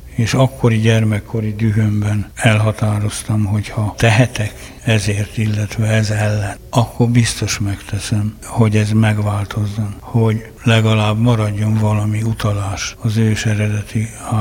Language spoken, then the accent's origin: Hungarian; Jászberény, Jász-Nagykun-Szolnok, Hungary; Jászberényi vagyok, és egy végtelenül túlburjánzó, szinte mintha tudta volna végső stádiumában lévő kert mellett ment el az ember.